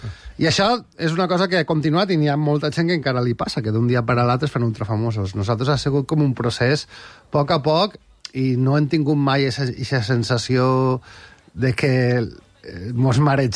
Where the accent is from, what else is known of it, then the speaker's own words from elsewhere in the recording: Pego, Valencian Community, Spain; som de Pego i és una cosa que mos estira molt